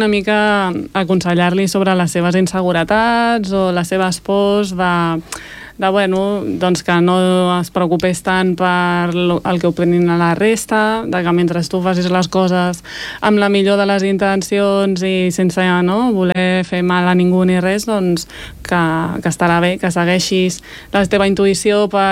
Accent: Esplugues de Llobregat, Catalonia, Spain; Jo sóc d'Esplugues de sempre, no m'he mogut a més de tres carrers de ràdio d'Esplugues

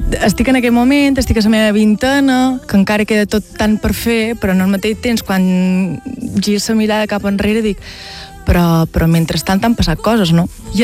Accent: Valldemossa, Balearic Islands, Spain; per defecte som mallorquina i a més som de Vall de Mossa, que vendria a ser el poble més paradisíac i més turístic de tot Mallorca.

